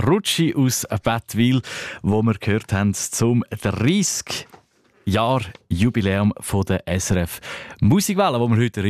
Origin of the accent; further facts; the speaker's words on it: Graubünden, Switzerland; now in Zurich, Switzerland; Ich als Bündner.